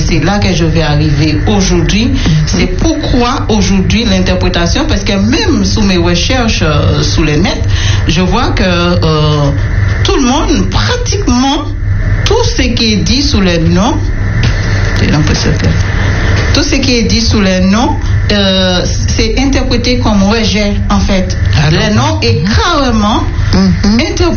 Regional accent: St. Lucia; now in Martinique; je suis de l'île de Sainte-Lucie. Je viens de l'île de Sainte-Lucie et je suis bien adopté ici en Martinique et je suis l'enfant de Martinique maintenant.

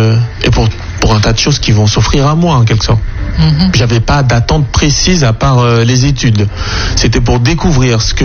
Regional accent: Chad; moved away as an adult; now in Martinique; je viens d'Afrique, originaire du Tchad, l'Afrique centrale, précisément.

